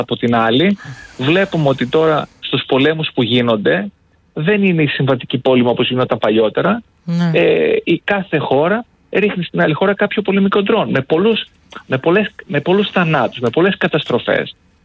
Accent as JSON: {"language": "Greek", "town": "Trikala", "region": "Thessaly", "country": "Greece", "said": "όντως αναφέρατε και την πόλη μου τα Τρίκαλα"}